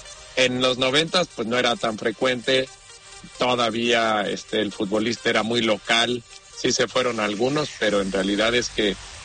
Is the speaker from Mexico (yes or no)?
yes; Mexico; el mercado mexicano tampoco tiene un gran cartel, ¿no? No somos los argentinos